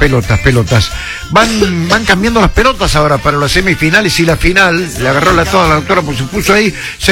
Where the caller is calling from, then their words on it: Malagueño, Córdoba, Argentina; de Malagueño.